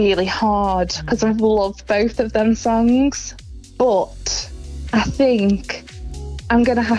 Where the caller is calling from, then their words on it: Stoke-on-Trent, West Midlands, United Kingdom; I'm from Stoke